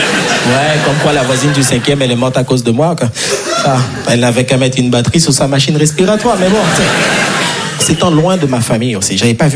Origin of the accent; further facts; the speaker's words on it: Haiti; moved away; Moi je suis très frileux, je vais pas vous mentir, parce que je suis né et grandi en Haïti, et en Haïti on n'a pas les quatre saisons, okay?